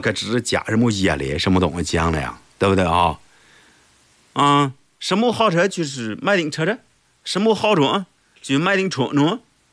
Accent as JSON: {"language": "Chinese", "country": "China", "tie": "born or raised there", "said": "我老家是郭勇的，郭勇就两，哎，欢迎大家到我的家乡郭勇住客哈，I'm from 郭勇 China"}